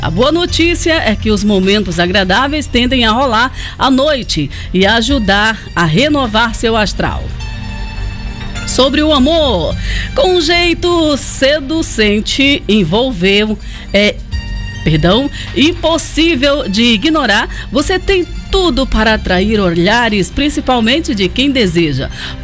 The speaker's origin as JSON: {"language": "Portuguese", "region": "Maranhão", "country": "Brazil", "said": "não é porque eu sou daqui do Maranhão não"}